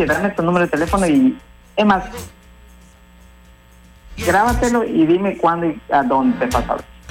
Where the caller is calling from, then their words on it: Tabasco, Mexico; Yo soy de Tabasco y el tabasqueño sabe cómo es.